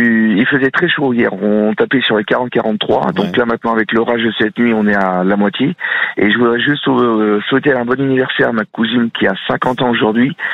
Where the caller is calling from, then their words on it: Barbezieux, Nouvelle-Aquitaine, France; j'habite à Barbezieux, enfin à Barré, une petite commune à côté de Barbezieux, en dessous de Cognac, en Charente, sud Charente